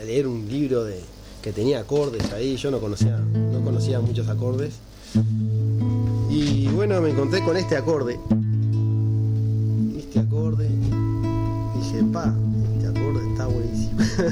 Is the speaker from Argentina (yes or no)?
no; Canelones, Uruguay; terminar en Canelones, que también es mi ciudad natal